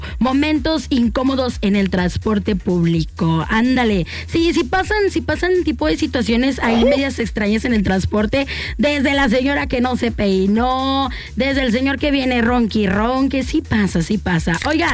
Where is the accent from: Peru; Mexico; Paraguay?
Mexico; Altamira, Tamaulipas; yo también soy de Altamira. Orgullosamente soy altamirense, igual que la More.